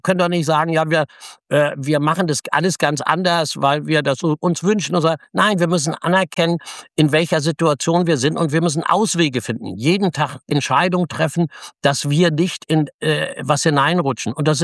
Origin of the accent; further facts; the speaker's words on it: Germany; du wirst als Deutscher so positiv behandelt